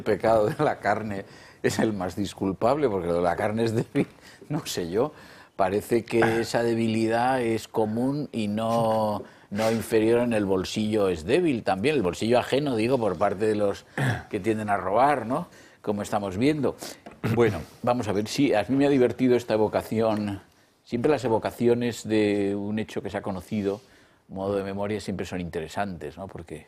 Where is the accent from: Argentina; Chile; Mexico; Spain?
Spain; Madrid, Community of Madrid; Yo no diré Madrid, porque como soy de Madrid y está en Madrid, pues ya no tengo nada que decir.